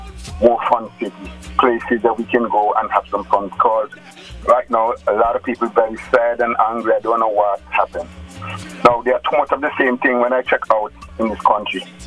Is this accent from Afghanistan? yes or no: no; Antigua & Barbuda; My problem is, I'm from Antigua. I've been around for 66 years in Antigua. I live here, born here.